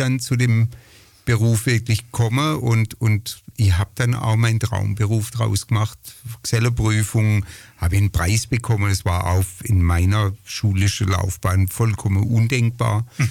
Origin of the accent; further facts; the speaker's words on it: Pforzheim, Baden-Württemberg, Germany; born there